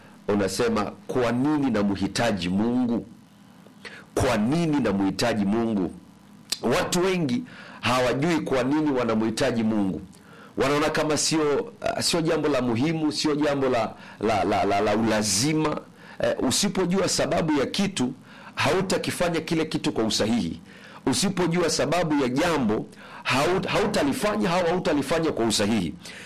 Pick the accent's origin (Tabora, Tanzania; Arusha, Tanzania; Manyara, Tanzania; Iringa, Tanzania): Manyara, Tanzania; Kiteto; Natoka wilaya ya Kiteto mkoa wa Manyara.